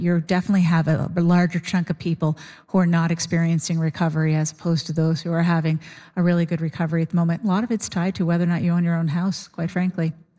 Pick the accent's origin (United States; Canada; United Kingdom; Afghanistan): Canada; are we as Canadian?